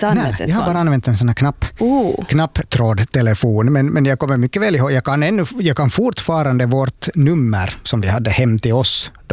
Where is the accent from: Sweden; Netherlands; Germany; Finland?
Finland; Ostrobothnia; när jag var ung i Österbotten